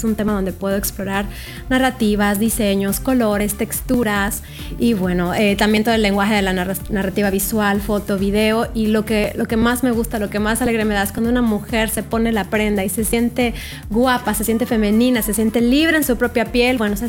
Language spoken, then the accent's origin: Spanish; Mérida, Yucatán, Mexico; a los diseñadores de Yucatán, de Mérida, y llevar un poco de mi tierra